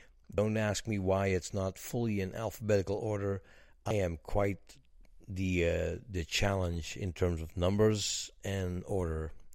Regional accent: Netherlands; However, now I have to say, yes, I am from Holland. I am secretly vying for a Dutch World Cup, which we haven't had yet.

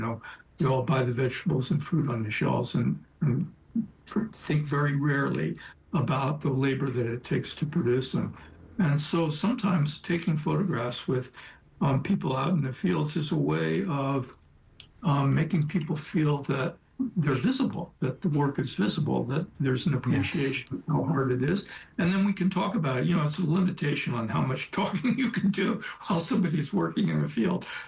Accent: Oakland, California, United States; I grew up in Oakland. I didn't know anything about farm workers. I didn't know anything about Mexico or Mexicans. I didn't speak Spanish.

